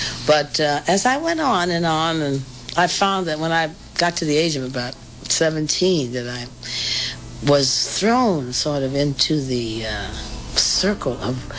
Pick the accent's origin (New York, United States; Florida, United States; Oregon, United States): New York, United States; also born or lived in Chicago; So I decided to go back home. I said, if I can do what I'm doing in Chicago, I certainly can do it in my hometown, New York, which I did. I came back